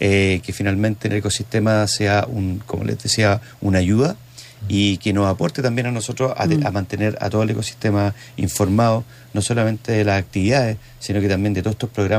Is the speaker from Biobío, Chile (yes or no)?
yes; Concepción, Biobío, Chile; also born or lived in Punta Arenas; Soy penquista, bueno, nací en Punta Arenas, pero desde el año 1 que vivo acá en Concepción.